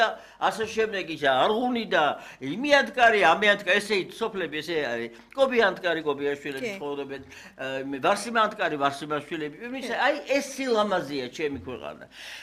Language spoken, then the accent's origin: Georgian; Dusheti, Mtskheta-Mtianeti, Georgia; ჩემი ბავშვობა დუშეთში, რა თქმა უნდა, დავიბადე ჩემს სახლში